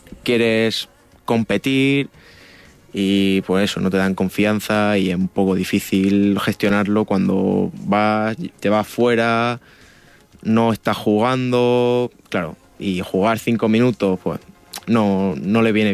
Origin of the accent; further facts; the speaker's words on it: Villena, Valencian Community, Spain; eso que siempre sentimos de pequeño, de mi pueblo